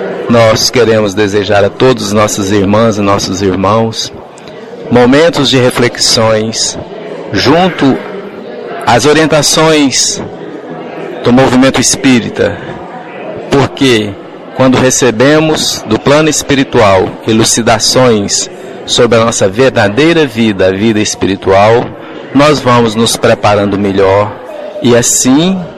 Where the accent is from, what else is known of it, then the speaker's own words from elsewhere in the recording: Goiânia, Goiás, Brazil; Sou de Goiânia, estado de Goiás, Brasil.